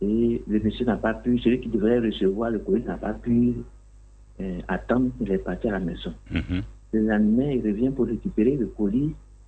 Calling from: Bobo-Dioulasso, Hauts-Bassins, Burkina Faso; j'appelle à Bobo.

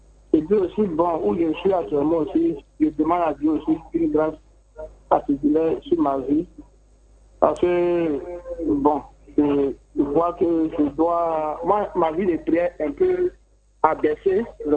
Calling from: Côte d’Ivoire; J'appelle de la maison d'Arlété, précisément Awe.

